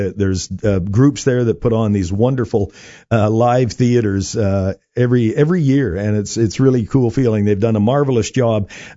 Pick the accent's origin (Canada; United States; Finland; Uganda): Canada; Manitoba; I was down at a reunion just 2 weeks ago at my hometown down in southwest Manitoba. When I was a kid there, it was 110, the population.